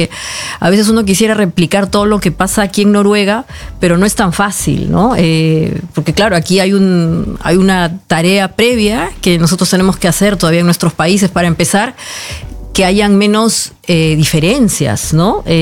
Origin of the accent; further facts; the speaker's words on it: Peru; ¿por qué pasan cosas tan raras en mi país, en el Perú?